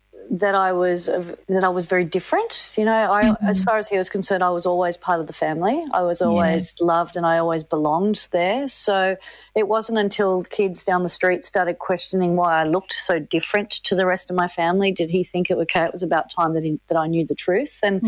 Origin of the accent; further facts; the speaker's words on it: Manly, New South Wales, Australia; Well, it started, as you say, in Manly. It started when I grew up surfing. Well, let's start at the beginning. I was adopted into a beach-loving family